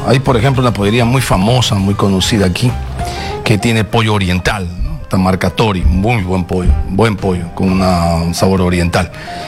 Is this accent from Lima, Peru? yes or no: yes; Lima, Peru; Eso del mostrito es relativamente nuevo en Lima, ¿eh? Mi tierra, el mostrito, que no se llama mostrito, nosotros pedimos pollo a la brasa con chaufa, de toda la vida.